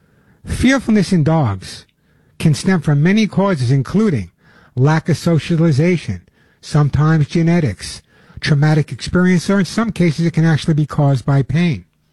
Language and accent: English; New York, United States; but I grew up on Long Island. You can never tell, right? I have no accent. Long Island, I said it.